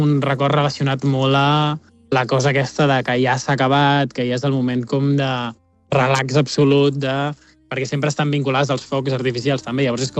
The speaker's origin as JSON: {"language": "Catalan", "town": "Premià de Mar", "region": "Catalonia", "country": "Spain", "said": "jo com a persona que participo en la festa major del meu poble, que és Premià de Mar"}